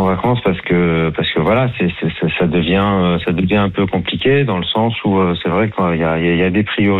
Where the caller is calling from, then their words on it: Auvergne-Rhône-Alpes, France; j'habite en Haute-Savoie, les loyers sont extrêmement chers